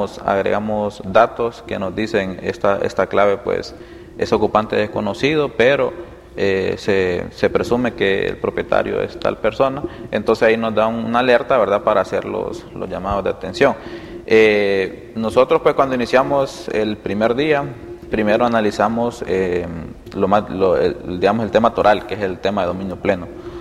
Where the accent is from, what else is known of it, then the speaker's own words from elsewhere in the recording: Siguatepeque, Comayagua, Honduras; Sí, sí, nacimos acá en Siguatepeque, nos criamos ahí por el barrio El Carmen, aquí en opuesta a Clínica El Carmen, con mis padres